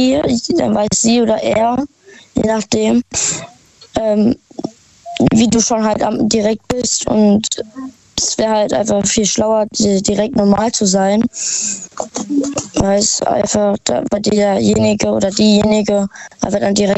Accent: Dornholzhausen, Hesse, Germany; Ich komme aus Dornholzhausen.

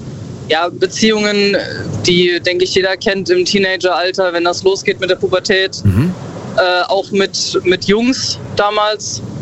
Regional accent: Bad Kreuznach, Rhineland-Palatinate, Germany; Ich komme ursprünglich aus der Ecke Bad Kreuznach.

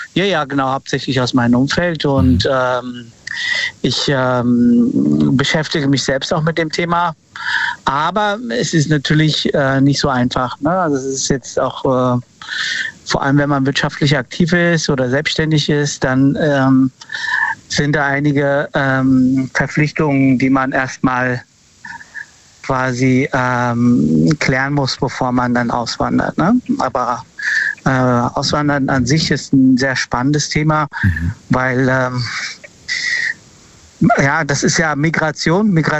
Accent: Frankfurt, Hesse, Germany; Ich komme aus Frankfurt.

